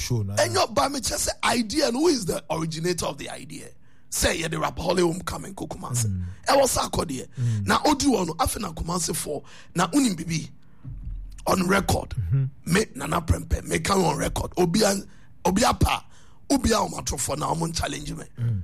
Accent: Ghana; I say, I'm Ghanaian.

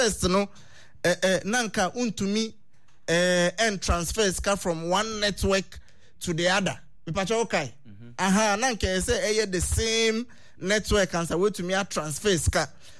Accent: Ghana; It is one of the reports I work in Kenya or Ebeho as a Ghanaian.

